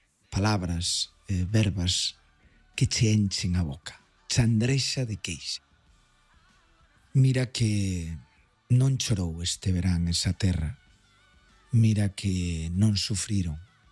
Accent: Galicia, Spain; pero somos galegos, somos galegas, somos fortes e temos capacidade para reinventarnos

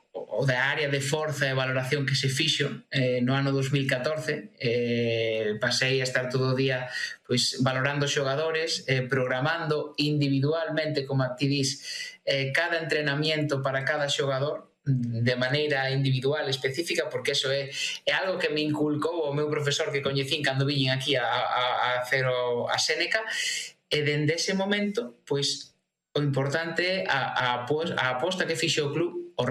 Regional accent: A Coruña, Galicia, Spain; Digo, eu son da Coruña.

